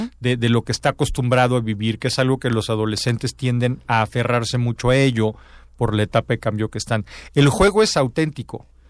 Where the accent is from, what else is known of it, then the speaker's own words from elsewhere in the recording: Torreón, Coahuila, Mexico; la ciudad de Torreón, que es de donde yo soy